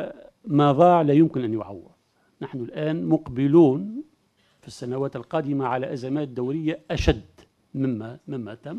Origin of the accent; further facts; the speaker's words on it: Tunisia; لأنه جرت العادة عندنا في تونس أن نتصور